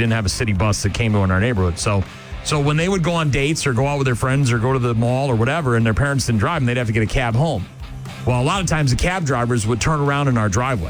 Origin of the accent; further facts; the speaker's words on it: Nashua, New Hampshire, United States; our home that I grew up in on Syracuse Road in Nashua, New Hampshire